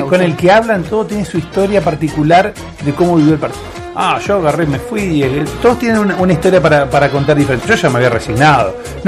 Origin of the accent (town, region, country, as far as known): Argentina